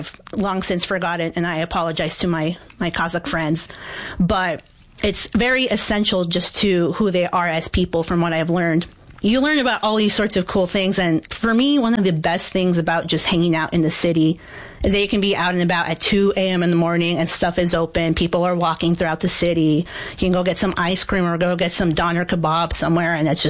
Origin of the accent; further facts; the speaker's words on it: United States; So that is one of the places that we can go practice Russian as American students.